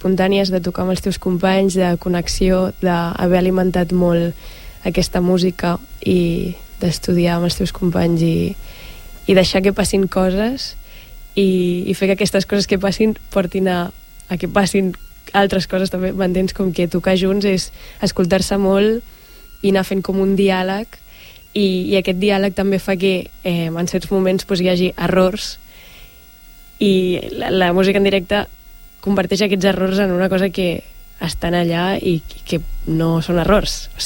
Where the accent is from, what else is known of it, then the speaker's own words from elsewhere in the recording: Begues, Catalonia, Spain; now in Sant Boi de Llobregat, Spain; jo sóc de Begues i ara visc aquí a Sant Boi